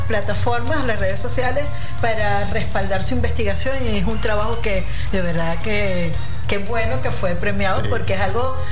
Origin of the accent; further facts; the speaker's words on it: Monagas, Venezuela; also born or lived in Zulia; Nosotros de Monagas, pero nacimos en el Zulia